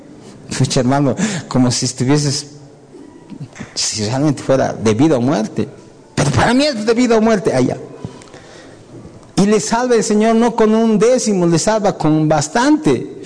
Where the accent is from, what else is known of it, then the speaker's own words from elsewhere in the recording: Uyuni, Potosí, Bolivia; soy de Uyuni, Bolivia, y no me, de aquí nadie me mueve.